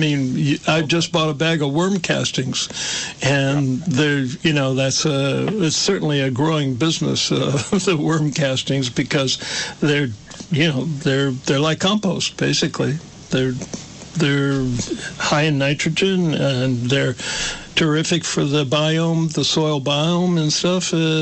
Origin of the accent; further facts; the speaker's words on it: United States; I grew up right around Amish country, and they're certainly, they still stand by their horse and buggies